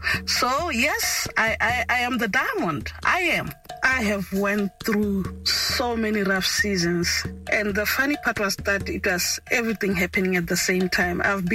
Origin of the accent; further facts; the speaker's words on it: Lobatse, South-East District, Botswana; I was born and bred in Lobatse, Banzinhlatle.